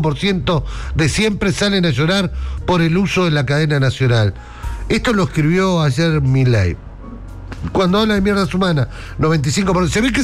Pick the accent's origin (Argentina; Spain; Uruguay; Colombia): Argentina